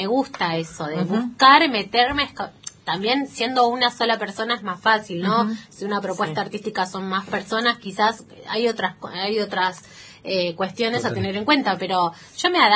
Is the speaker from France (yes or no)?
no; Bahía Blanca, Buenos Aires Province, Argentina; moved away as an adult; now in Buenos Aires, Argentina; yo soy de Bahía Blanca, y me fui a estudiar a Buenos Aires, y quedé en Buenos Aires